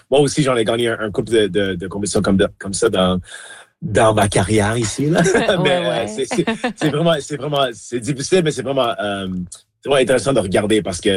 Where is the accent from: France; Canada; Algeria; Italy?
Canada; Montreal, Quebec; now in Winnipeg, Canada; Oui, je suis né, j'ai grandi à Montréal, à La Salle, au sud de l'île. J'habitais là jusqu'à l'année 2006, quand j'ai déménagé ici à Winnipeg en 2006 avec mon père.